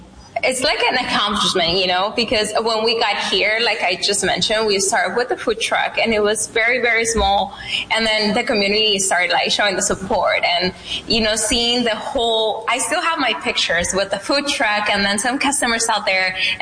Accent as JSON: {"language": "English", "region": "Sinaloa", "country": "Mexico", "second_language": "English", "lives_now": "Yuma, United States", "said": "No, I'm from Mexico."}